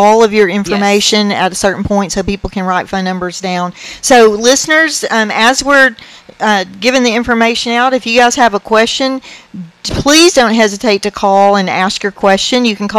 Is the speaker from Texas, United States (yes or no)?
yes; Texas, United States; we're from Texas